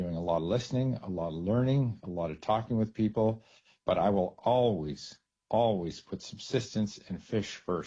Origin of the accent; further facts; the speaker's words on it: Alaska, United States; The YK region really is a sister region to the Bristol Bay region where I'm from.